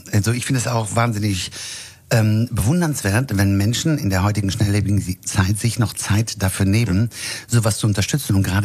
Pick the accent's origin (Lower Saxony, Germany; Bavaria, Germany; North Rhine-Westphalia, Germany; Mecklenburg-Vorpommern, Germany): North Rhine-Westphalia, Germany; Hamm; born there; Ich bin ja in Hamm geboren